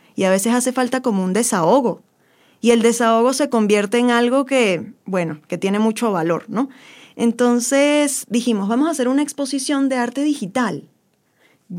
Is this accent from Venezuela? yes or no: yes; Venezuela; ¿cómo te sientes tú como venezolana? Es como, sí, ok, yo padezco este contexto